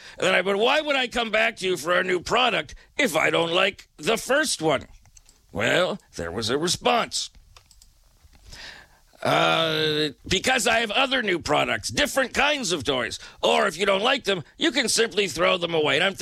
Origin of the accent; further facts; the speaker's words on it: Canada; And I wrote, no, I'm from Canada.